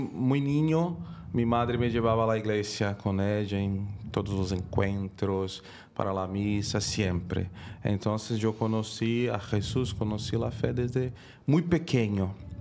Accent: Rio Branco, Acre, Brazil; Spanish is a second language; moved away; soy de Brasil, uh-huh. De la ciudad de Río Branco, el estado de Acre, que es dentro de la selva amazónica.

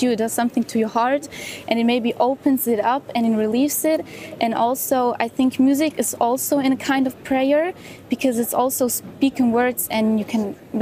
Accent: Medjugorje, Federation of Bosnia and Herzegovina, Bosnia & Herzegovina; now in Germany; I'm actually from here, from Medjugorje.

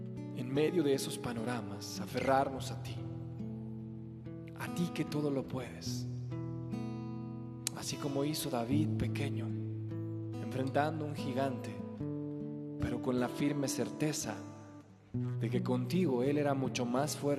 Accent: Mexico

